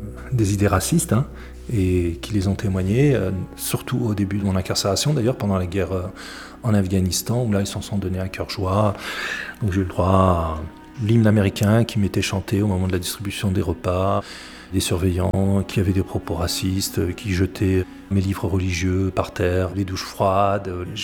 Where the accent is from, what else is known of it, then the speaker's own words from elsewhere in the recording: Algeria; now in Aubusson, France; ne pas me renvoyer vers mon pays d'origine, parce qu'il y a des risques avérés que je sois exposé à des traitements dégradants inhumains, si jamais je devais regagner l'Algérie